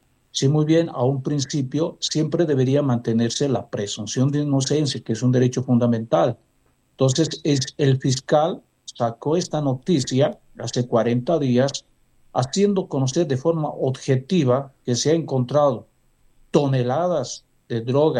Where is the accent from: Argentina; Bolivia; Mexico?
Bolivia; Acá, y nosotros como bolivianos